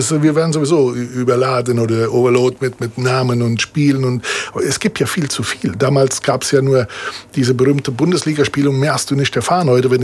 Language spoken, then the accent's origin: German; Italy; als Italiener